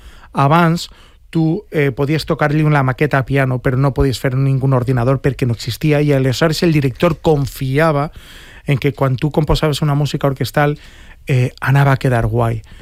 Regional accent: Alzira, Valencian Community, Spain

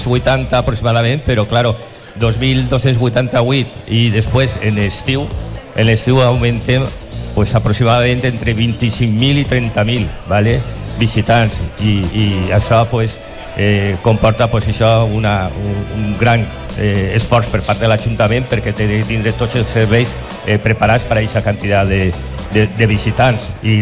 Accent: El Perelló, Valencian Community, Spain; d'on eres? Del Perelló.

